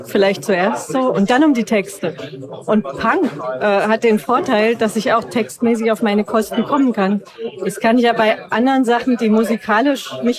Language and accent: German; Thuringia, Germany; ich komme aus der Nähe von Eisenach.